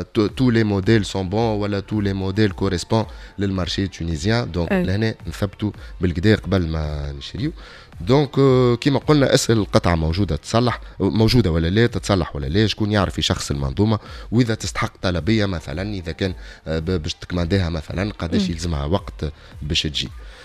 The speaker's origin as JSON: {"language": "Arabic", "country": "Tunisia", "said": "عندنا في تونس"}